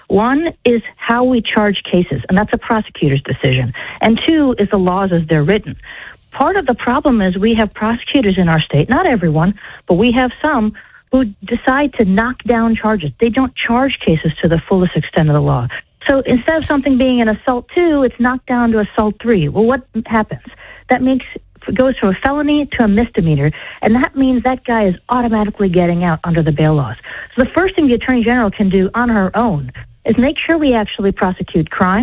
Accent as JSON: {"language": "English", "region": "New York", "country": "United States", "tie": "born there", "said": "I was born in New York. I came here. Actually, my parents came here in the 1980s. From India. We're an immigrant family, and we came for a better life."}